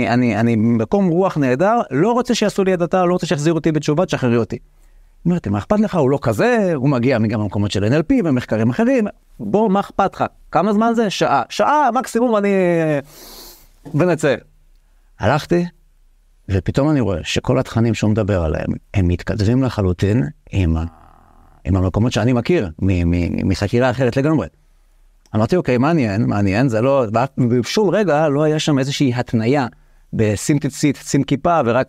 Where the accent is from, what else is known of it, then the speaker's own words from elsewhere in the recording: Hadera, Haifa District, Israel; גדלתי בחדרה.